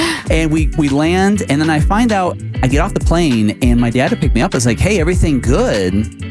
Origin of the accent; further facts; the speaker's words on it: Michigan, United States; I'm from Michigan, so I was traveling there.